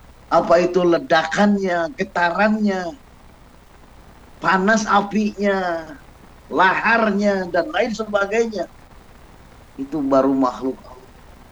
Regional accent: Bandung, West Java, Indonesia; kita orang Bandung ini penuh kekhawatiran.

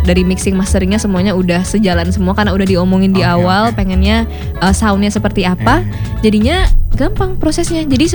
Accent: Palembang, South Sumatra, Indonesia; Aku orang Palembang, Sumatera juga sih.

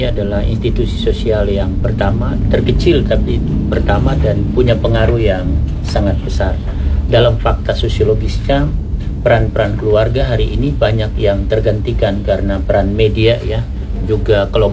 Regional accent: Maluku, Indonesia; kita orang Maluku ini adalah orang yang berperadaban, bukan saja di Nusantara tapi di dunia ya.

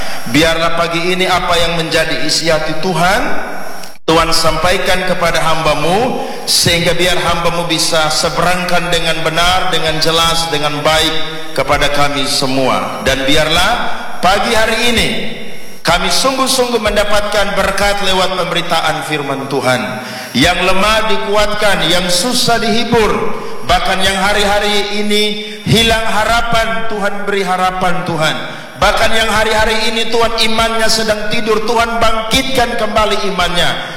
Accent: Kupang, East Nusa Tenggara, Indonesia; also born or lived in Rote; Saya orang Rote asli. Saya punya bapa dari Nemrala, saya punya mama dari Dengka Oelaba. Jadi saya asli orang Rote, tapi lahir besar di Kupang.

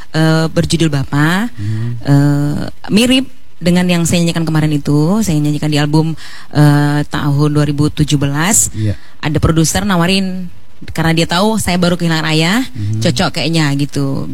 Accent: Medan, North Sumatra, Indonesia; born there; saya yang sudah lahir sebenarnya di Medan, tapi saya sangat mencintai suku Pak-Pak.

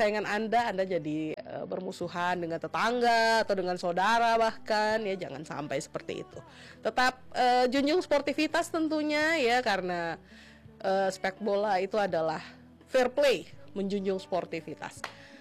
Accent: Indonesia; now in eastern Indonesia; Mungkin agak berbeda dari daerah asal saya ya. Saya di sekitar Indonesia Barat sana.

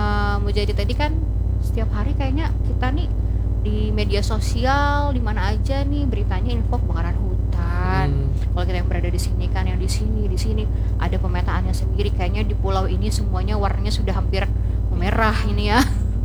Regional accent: Kalimantan, Indonesia; Kita sebagai orang Kalimantan

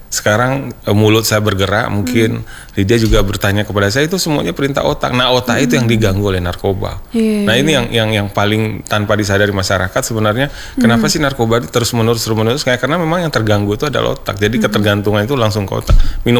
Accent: Central Java, Indonesia; karena saya tadi udah cerita saya dari Jawa Tengah itu menggunakan media sosial.

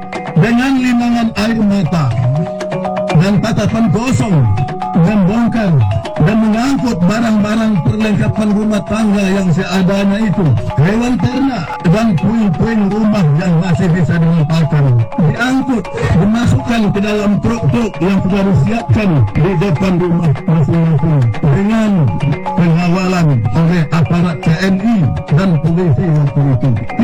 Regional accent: Riau, Indonesia; born there; kami pindah secara pembebasan yang tidak ingin jauh dari tempat kelahiran kami asalnya.

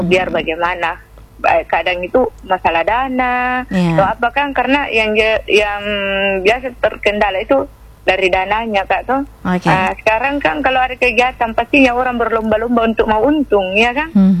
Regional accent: South Sulawesi, Indonesia; apalagi ini Bone dengan Wajo, kan? Yeah. Dibatasi oleh kampungku, guys.

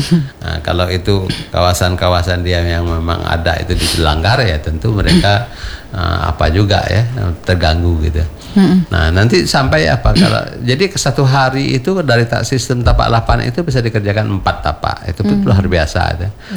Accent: Batu Rijal, Riau, Indonesia; Ada juga di Tiga Lorong di kampung saya di Batu Rijal itu beberapa kawasan, ada juga di Petalangan gitu ya.

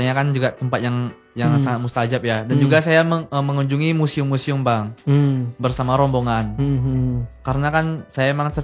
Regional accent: Indonesia; saya kan sebagai perwakilan dari Indonesia lah bang

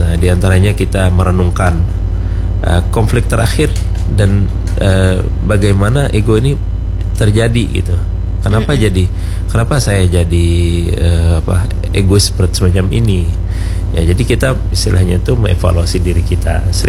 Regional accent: Banjar, South Kalimantan, Indonesia; budaya kita orang Banjar

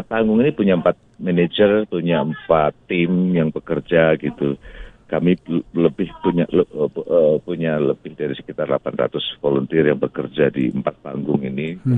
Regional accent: Dieng, Central Java, Indonesia; kalau kami orang Dieng

